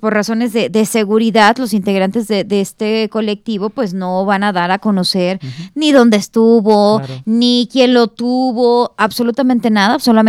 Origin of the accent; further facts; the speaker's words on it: Cuautitlán de García Barragán, Jalisco, Mexico; moved away; sí, es mi municipio, ¿verdad? Mi pueblo, este que es Quitlán.